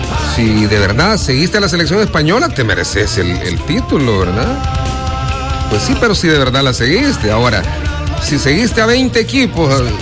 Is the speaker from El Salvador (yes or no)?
yes; El Salvador; born there; al menos yo no he nacido en Argentina. Ni en España tampoco. Yo nací aquí en El Salvador y siempre lo sostengo.